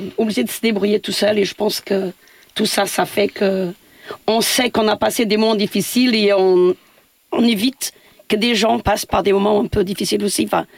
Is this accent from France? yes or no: no; Santa Comba, Viseu, Portugal; French is a second language; moi je suis originaire donc, du Portugal. Je viens d'un petit village où tout le monde s'entraide.